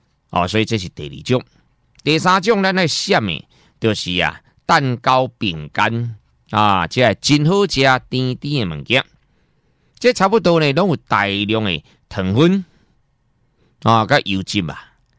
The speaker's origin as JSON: {"language": "Chinese", "country": "Taiwan", "said": "我们台湾人"}